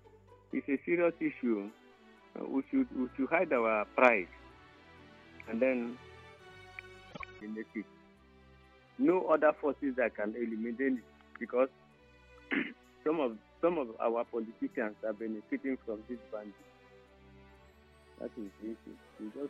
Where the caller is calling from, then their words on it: Nigeria; I'm calling from Lupoko.